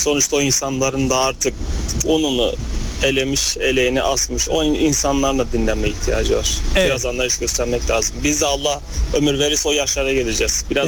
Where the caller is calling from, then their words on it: Gaziantep, Turkey; Gaziantep'ten